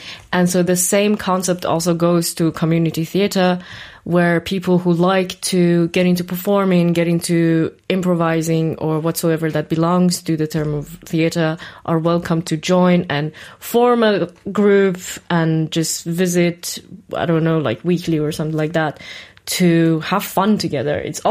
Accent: Iran; now in Halle, Germany; Like, so I live in Halle, right? And I'm from Iran, and I used to do theater back in Iran as a child growing up.

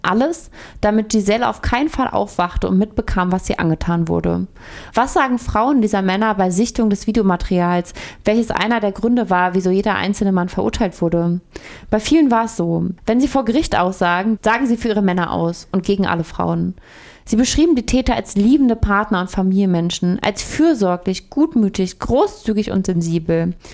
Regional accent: France; Denn Frankreich ist auch meine Heimat.

